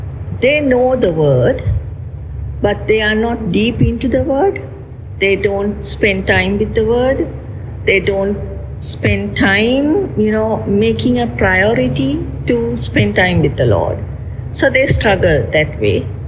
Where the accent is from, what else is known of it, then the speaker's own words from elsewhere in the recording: Colombo, Western Province, Sri Lanka; moved away as an adult; now in Batticaloa, Sri Lanka; I'm from Colombo.